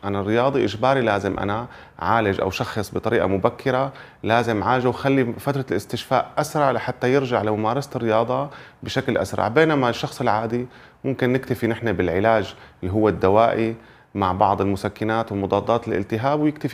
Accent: Syria; عندنا بسوريا

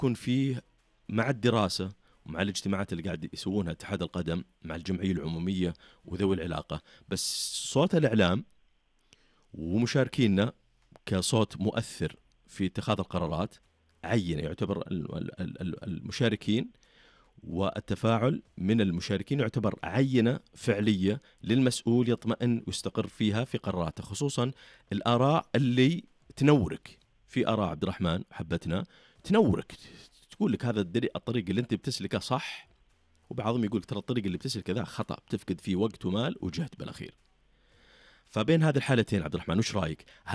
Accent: Saudi Arabia; عندنا بالخليج

